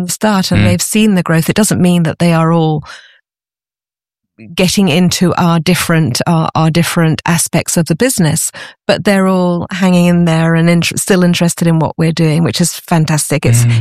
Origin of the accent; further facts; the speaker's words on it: United Kingdom; now in France; I'm British originally, and I sometimes antique in a hunt in England, but it's a very different style.